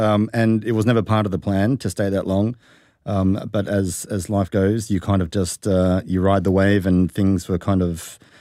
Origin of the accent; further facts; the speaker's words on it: Australia; accent: Australian; also born or lived in Germany; now in New Zealand; I still then kind of pick up my Australian accent again, which I try and hide, but I can't.